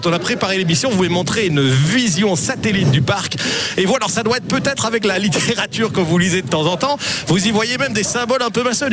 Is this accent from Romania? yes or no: no; Belgium